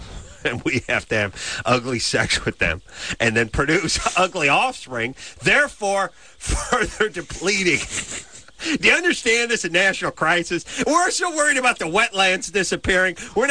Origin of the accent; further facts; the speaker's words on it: San Fernando Valley, California, United States; She's a hot chick from the San Fernando Valley. That's my hometown.